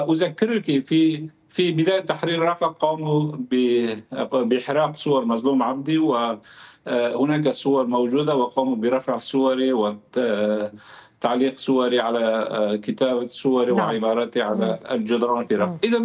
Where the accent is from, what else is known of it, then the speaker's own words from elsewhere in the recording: Syria; أنا كمواطن كردي، كمواطن سوري ابن الثورة